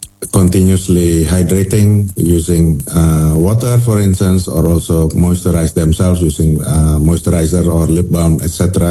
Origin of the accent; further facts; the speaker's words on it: Indonesia; this chilly weather for most of us Indonesians.